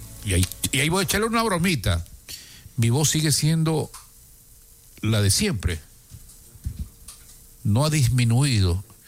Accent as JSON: {"language": "Spanish", "town": "Guayaquil", "region": "Guayas", "country": "Ecuador", "said": "Este puerto de donde nosotros hacemos el noticiario, Puerto de Guayaquil, es la capital económica, nervio y motor de la economía ecuatoriana."}